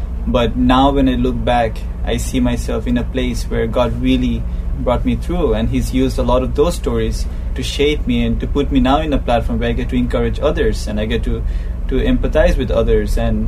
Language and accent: English; Bangladesh; and I'm from Bangladesh. Yeah, my father's Sri Lankan, my mother's Bangladeshi. I was born and raised in Bangladesh.